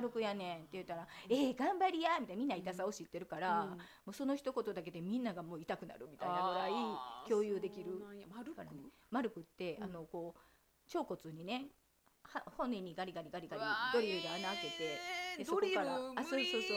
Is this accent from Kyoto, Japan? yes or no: no; Osaka, Japan; うちらって、まあ、大体大阪のおばちゃんやったんで、私を含め